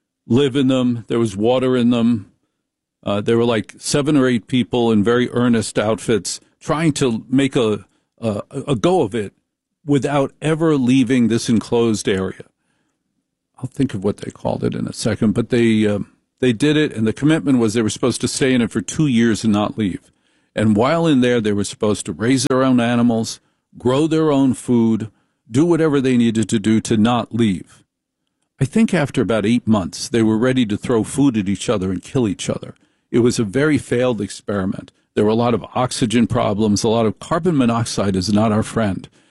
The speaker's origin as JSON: {"language": "English", "town": "Maplewood", "region": "New Jersey", "country": "United States", "tie": "born or raised there", "said": "I grew up in Maplewood."}